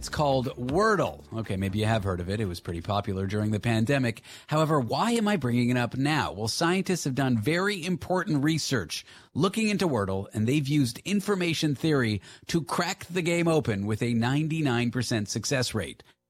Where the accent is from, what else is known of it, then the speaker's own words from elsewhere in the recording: Canada; because I am Canadian